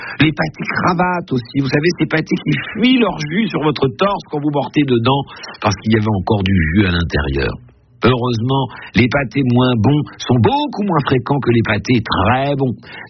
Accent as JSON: {"language": "French", "region": "Grand Est", "country": "France", "said": "De la pâte feuilletée, dont on dit d'ailleurs qu'elle a été inventée chez nous, en Lorraine, de la viande de porc et de veau"}